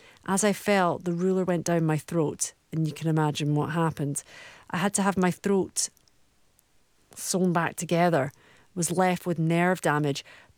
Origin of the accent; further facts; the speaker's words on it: Scotland, United Kingdom; Buffet. The buffet. No? Is it because I'm Scottish?